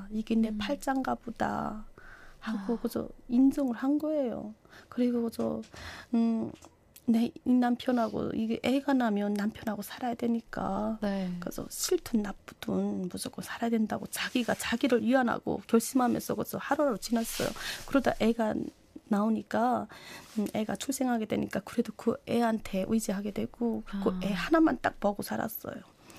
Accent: Hwanghae, North Korea; now in South Korea; 남한 정착 8개월 차인 황해도가 고향인

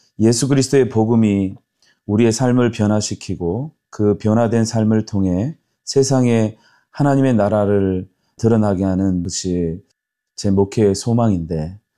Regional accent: Gyeongju, North Gyeongsang, South Korea; now in Jinju, South Korea; 저는 말씀하신 대로 역사와 전통이 살아있는 경주에서 어린 시절을 보냈습니다. 저희 가정은 유교, 불교가 가정을 장악하고 있는 집이라고 할 수 있습니다.

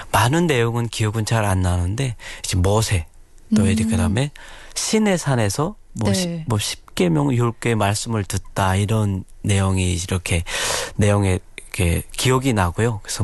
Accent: Nampo, North Korea; moved away as an adult; 북한에서 태어나서 이제 초중고를 졸업하고 이제 군대에 가서 한 10년 정도 있다가

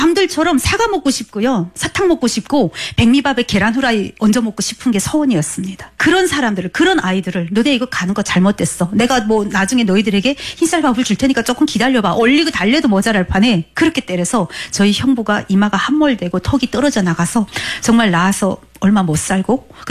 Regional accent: North Korea; moved away as an adult

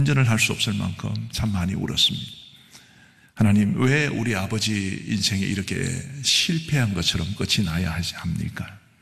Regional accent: Geochang, South Gyeongsang, South Korea; 제 고향은 경남 거창이고 저희 아버지께서 이제 고향에서 계란 장사를 하셨는데

